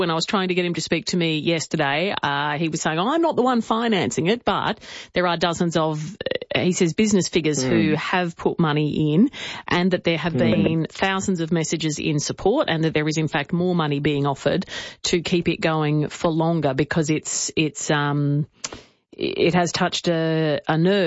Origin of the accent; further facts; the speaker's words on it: Queensland, Australia; moved away; That's why I don't live in Queensland. I mean, I grew up in Queensland.